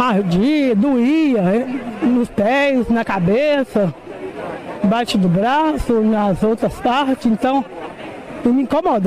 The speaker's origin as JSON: {"language": "Portuguese", "town": "Contagem", "region": "Minas Gerais", "country": "Brazil", "said": "Contagem."}